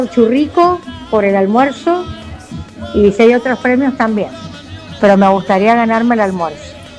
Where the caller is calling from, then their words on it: Godoy Cruz, Mendoza, Argentina; de Godoy Cruz.